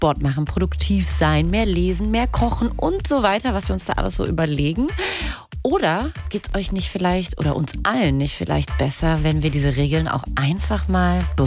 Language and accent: German; Brazil; moved away; gebürtig aus Brasilien